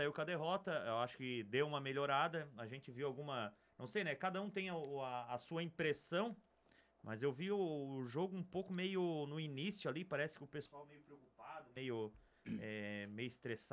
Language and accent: Portuguese; Brazil; eu, como um bom brasileiro, esperava bem mais